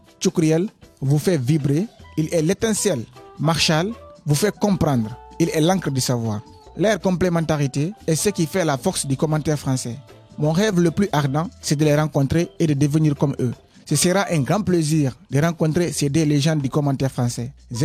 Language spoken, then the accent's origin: French; Guinea; now in France; j'ai 16 ans, je viens de Guinée-Conakry.